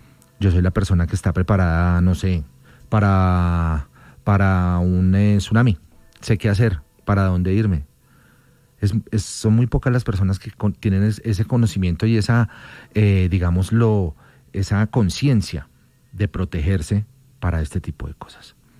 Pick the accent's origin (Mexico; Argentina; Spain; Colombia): Colombia; somos colombianos, amigos, colombianos.